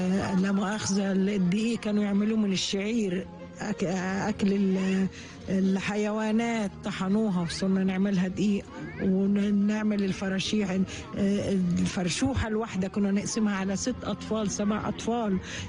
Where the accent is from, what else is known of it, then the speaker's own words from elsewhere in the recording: Egypt; روحنا على المخيمات المصرية اللي بيقولوا طب احنا اولى، احنا مصريين اصلا.